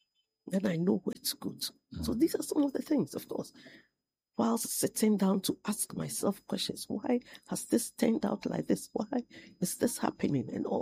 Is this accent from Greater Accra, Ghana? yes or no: no; Cape Coast, Central Region, Ghana; born there; Yes, I was born in Cape Coast. My mom was a nurse.